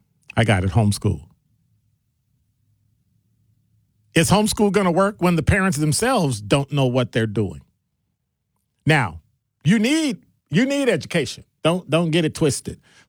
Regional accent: Chicago, Illinois, United States; maybe I grew up and I was, you know, awestruck or something, just growing up in Chicago.

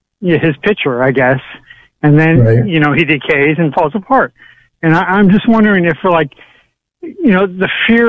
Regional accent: Sedona, Arizona, United States; And, well, I grew up in Sedona, Arizona.

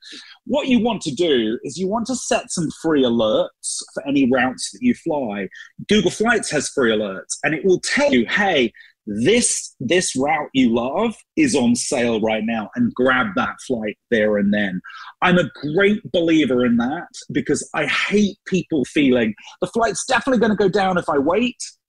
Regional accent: United Kingdom; born or raised there; moved away as an adult; now in United States

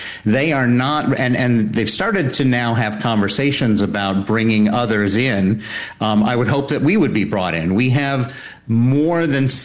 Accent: United States; As an American

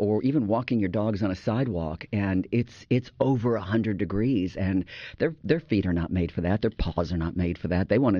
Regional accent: Indiana, United States; now in Mississippi, United States; I grew up in Indiana, and so my sisters are still up in that area

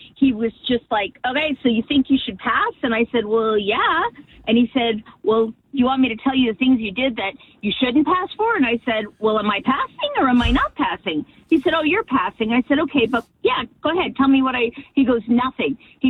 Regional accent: Quebec, Canada; now in Mount Laurel, United States; So I grew up in Canada

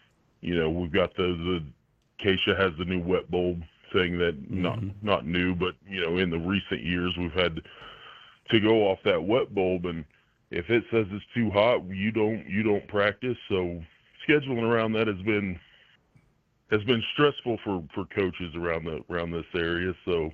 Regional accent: Meade, Kansas, United States; I grew up in Meade, Kansas. I graduated from Meade. I guess born and raised in Meade

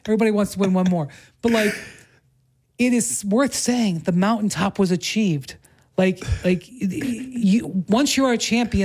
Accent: Cleveland, Ohio, United States; because you know I had born and raised in Cleveland, and I covered that team for yes. many years

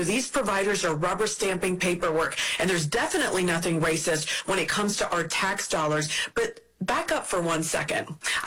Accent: Ohio, United States; I'm a taxpayer first, I'm an American first, and I'm an Ohioan first.

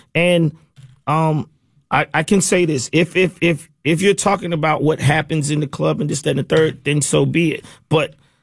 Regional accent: College Park, Georgia, United States; I'm from College Park, me and Dallas Austin.

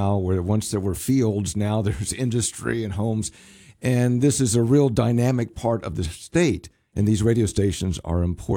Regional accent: Jefferson County, West Virginia, United States; I grew up in this area. I'm from Jefferson County, and I grew up listening to WEPM as a kid

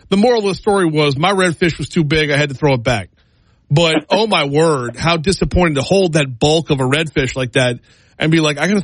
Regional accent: Louisiana, United States; I grew up around Lake Pontchartrain, so I grew up doing that.

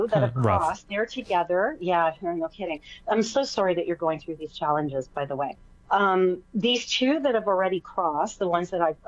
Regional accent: Canada; I'm Canadian, Queen Liz.

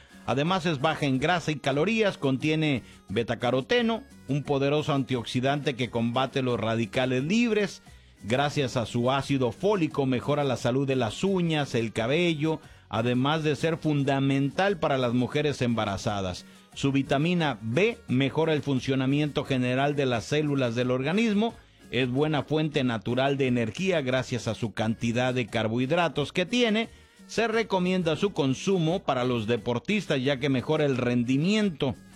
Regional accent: Mexico

